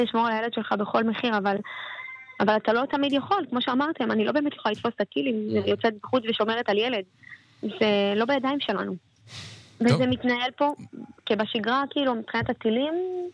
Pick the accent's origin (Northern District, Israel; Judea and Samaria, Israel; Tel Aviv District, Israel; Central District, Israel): Northern District, Israel; Kiryat Shmona; born there; אני נולדתי פה.